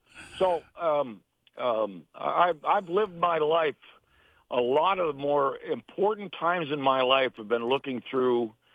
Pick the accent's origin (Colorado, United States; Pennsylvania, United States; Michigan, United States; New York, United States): New York, United States; Rochester; And what I did was, because I was from Rochester, my brother's team wore pinstripes.